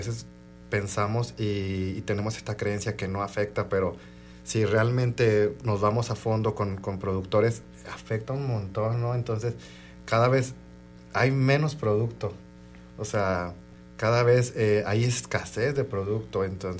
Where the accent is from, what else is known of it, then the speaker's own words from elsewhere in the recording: Monterrey, Nuevo León, Mexico; moved away as an adult; now in Guadalajara, Mexico; soy originario de Monterrey, ya 13 años viviendo aquí en Jalisco